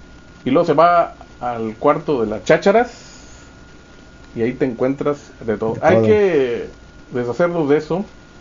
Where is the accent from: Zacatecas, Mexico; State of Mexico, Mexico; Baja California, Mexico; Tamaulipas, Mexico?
Tamaulipas, Mexico; also born or lived in Revolución Verde neighbourhood; Ah, yo soy de la López. Ah, bueno, soy de la Revolución Verde, pero crecí en el seno de la López Mateos.